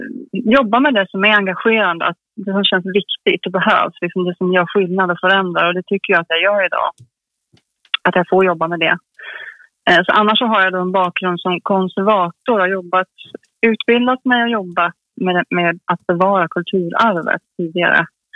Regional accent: Örebro, Örebro County, Sweden; Jag bor i Örebro. Jag är uppvuxen i Örebro och har bott där hela barndomen och flyttade sen för studier.

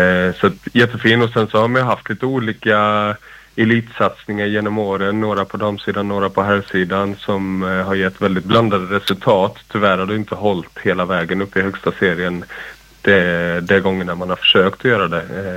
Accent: Malmö, Skåne, Sweden; born there; Jag är ju född i Malmö, brukar jag stoltsera mig trots att inte det hörs på dialekten.

